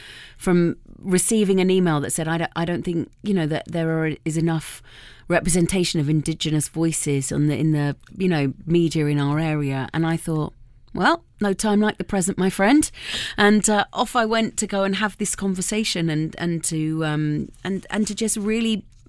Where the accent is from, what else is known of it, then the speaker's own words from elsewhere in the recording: United Kingdom; now in United States; I'm British